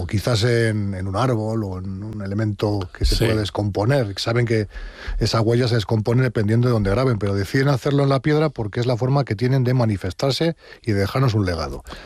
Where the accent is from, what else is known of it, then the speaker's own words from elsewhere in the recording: Navas de Oro, Castile and León, Spain; Yo soy de Navas de Oro, vivo en Navas de Oro, es el pueblo de mis abuelos, de mi madre, vivo allí desde hace ya 10 años. Y muy cerquita, en todo lo que es el macizo de Santa María, porque yo soy de Tierra de Pinares